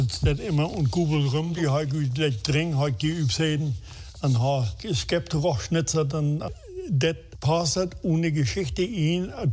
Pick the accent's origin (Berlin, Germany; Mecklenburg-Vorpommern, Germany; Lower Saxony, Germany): Lower Saxony, Germany; Friesland; komme ich aus Friesland.